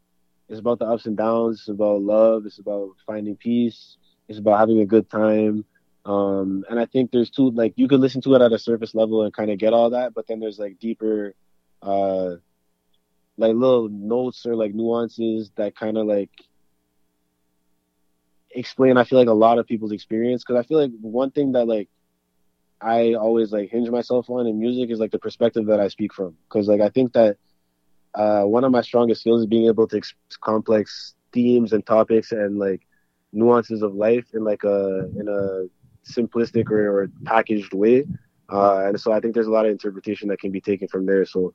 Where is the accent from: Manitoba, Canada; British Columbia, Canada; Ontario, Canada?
Ontario, Canada; Ottawa; In Barrhaven, actually, so it's right by, like, where I grew up and stuff